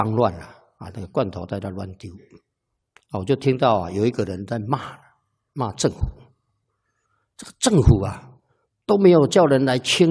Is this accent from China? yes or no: no; Taiwan; 那我们台湾还有原住民的原理